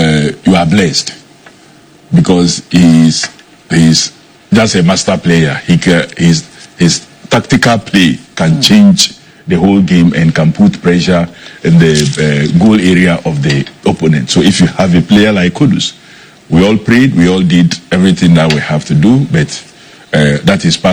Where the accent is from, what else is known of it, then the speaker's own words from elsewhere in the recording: Ghana; I am a Ghanaian and also a minister. As a Ghanaian who loves sports, I have to speak my mind also.